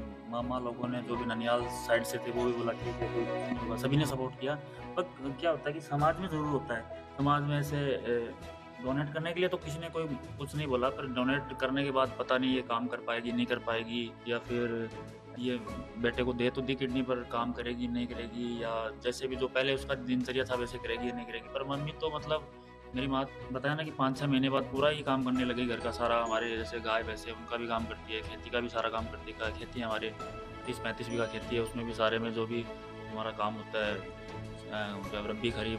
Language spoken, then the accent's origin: Hindi; Jhunjhunu district, Rajasthan, India; नमस्कार जी सर, मैं झुंझुनू जिले से बिलोंग करता हूँ, राजस्थान।